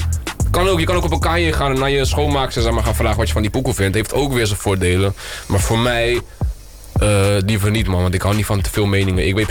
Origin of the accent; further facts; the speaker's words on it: The Hague, South Holland, Netherlands; born there; also born or lived in Gouda